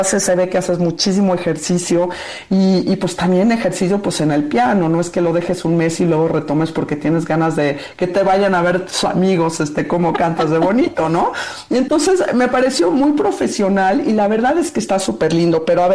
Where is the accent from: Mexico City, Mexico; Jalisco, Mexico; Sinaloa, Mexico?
Mexico City, Mexico; soy chilanga y he vivido en esta ciudad, no solamente en este país, toda mi vida